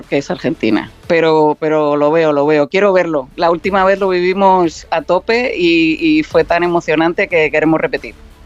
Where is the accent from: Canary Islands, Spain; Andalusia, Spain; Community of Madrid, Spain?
Community of Madrid, Spain; Madrid; now in Puerto Rico; Yo soy medio puertorriqueña, pero ¿sí? criada en Madrid y española, y entonces me casé con un puertorriqueño y aquí estamos.